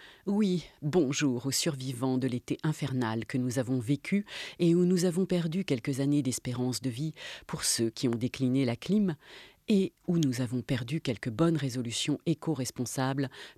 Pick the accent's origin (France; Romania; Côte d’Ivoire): France; Toulouse, Occitanie; born there; Je suis né à Toulouse le 28 juin 1944, dans des circonstances particulières et dans une famille qui ne l'est pas moins.